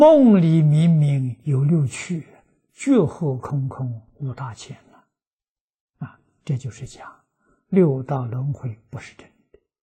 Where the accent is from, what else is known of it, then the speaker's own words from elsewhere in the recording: China; 我们中国人讲至于至善